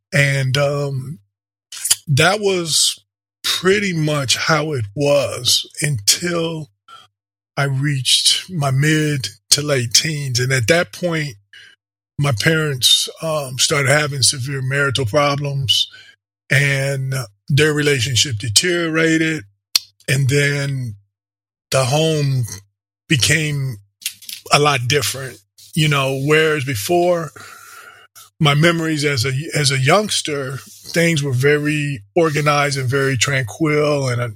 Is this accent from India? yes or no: no; St. Paul, Minnesota, United States; born there; also born or lived in Michigan / Grand Forks, North Dakota; So I was born in St. Paul, Minnesota, lived there for a couple of years. Then we moved to Michigan, a small city in Michigan. I don't even remember the name of it. We were there for, I believe, 2 years. Then we moved to Grand Forks, North Dakota.